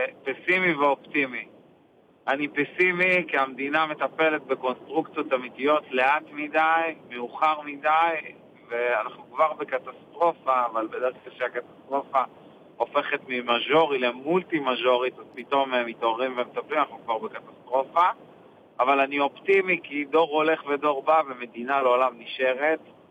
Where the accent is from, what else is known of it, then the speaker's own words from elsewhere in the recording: Negev, Israel; אצלנו בנגב